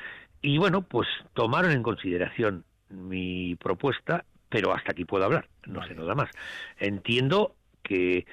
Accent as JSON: {"language": "Spanish", "region": "Basque Country", "country": "Spain", "said": "Y somos el referente europeo en montañismo al ser un, y somos un pequeñito país de 2 millones de habitantes, vamos, que somos Vallecas en habitantes"}